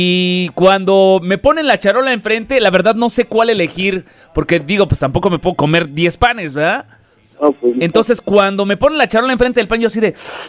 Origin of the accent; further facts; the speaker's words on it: Mexico City, Mexico; De aquí de la Ciudad de México.